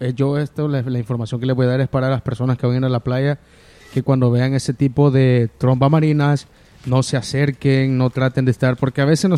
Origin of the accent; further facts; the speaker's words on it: El Salvador; accent: Salvadoran; No, no, estoy hablando puro salvadoreño.